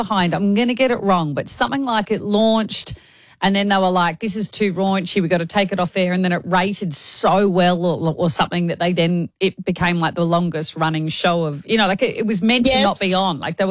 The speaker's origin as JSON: {"language": "English", "town": "Adelaide", "region": "South Australia", "country": "Australia", "tie": "born or raised there", "said": "I grew up in Adelaide, this park. We'd have birthday parties there."}